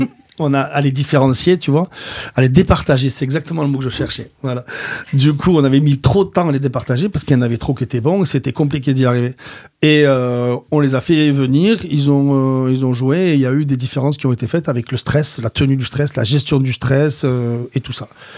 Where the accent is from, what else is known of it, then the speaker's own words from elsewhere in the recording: Béziers, Occitanie, France; Je viens de Béziers, tu vois, je déteste les gens de Béziers parce qu'ils me rappellent que je suis de Béziers.